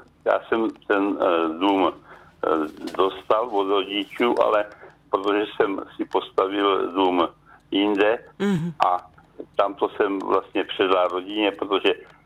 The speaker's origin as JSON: {"language": "Czech", "town": "Loučany", "region": "Vysočina Region", "country": "Czechia", "tie": "born or raised there", "said": "postavili dům v rodném městě na Loučanech, což je malá vesnička na Vysočině, a na tu vzpomínám jako na můj rodný dům, protože já jsem tam zůstal vlastně celé moje mládí"}